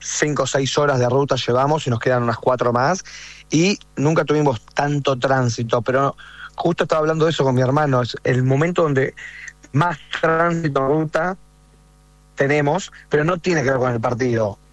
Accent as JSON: {"language": "Spanish", "town": "Temperley", "region": "Buenos Aires Province", "country": "Argentina", "tie": "born or raised there", "said": "la gente que somos de conurbano, no sé quién de la mesa también nació en el conurbano bonaerense, en mi caso es que yo que nací en Temperley y dos hermanos"}